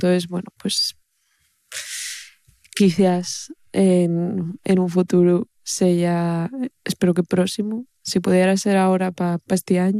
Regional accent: Ubieu, Asturias, Spain; o sea, soy de Ubieu, en realidad

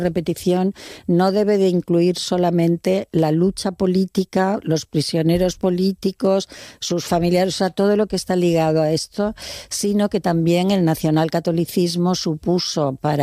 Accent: Salamanca, Castile and León, Spain; born there; also born or lived in Valencia / Granada; Bueno, soy nacida en Salamanca, vivida en muchos sitios, porque he estudiado en Valencia y en Granada

